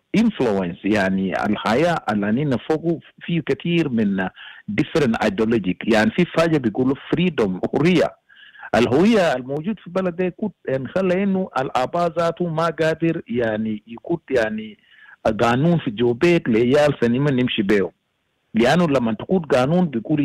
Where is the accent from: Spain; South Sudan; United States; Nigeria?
South Sudan; now in Australia; I'm from South Sudan as well.